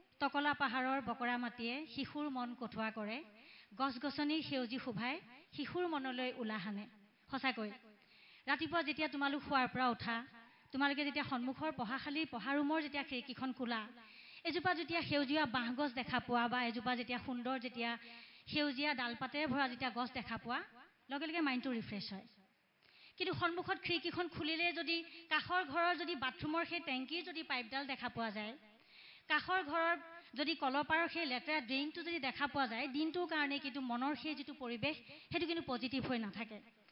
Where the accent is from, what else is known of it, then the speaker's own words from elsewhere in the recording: Assam, India; born there; আমি অসম প্ৰান্তত জন্মগ্ৰহণ কৰিছোঁ